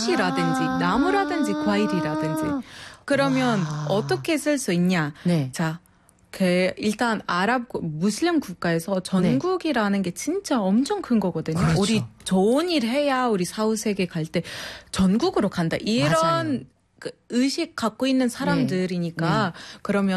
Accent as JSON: {"language": "Korean", "country": "Egypt", "second_language": "Korean", "said": "제가 소개할 때 아 네. 이집트에서 온"}